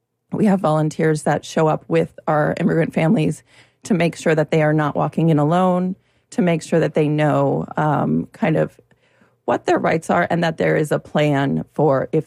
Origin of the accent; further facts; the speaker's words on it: Connecticut, United States; I'm originally from Connecticut, and I have to say